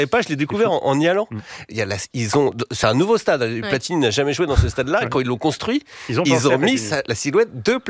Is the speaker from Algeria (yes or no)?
no; France; Et moi, en tant que Français, c'est vrai que je ne savais pas.